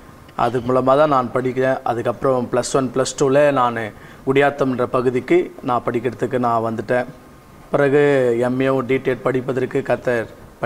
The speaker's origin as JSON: {"language": "Tamil", "area": "Vellore district", "region": "Tamil Nadu", "country": "India", "tie": "born or raised there", "said": "வெள்ளூர் மாவட்டம், பேர்ணம்பட்டுன்ற பகுதியில் நான் இருக்கிறேன். அப்படி இந்த பேர்ணம்பட்டில் பக்கத்தில் கிராமம், ஒரு கிராமத்தில் நான் பிறந்து வளர்ந்தேன். அந்த கிராமத்து பேர் கள்ளிப்பேட்டை. அந்த கிராமத்தில் ஒரு சாதாரண ஒரு குடும்பத்தில் தான் நான் பிறந்து"}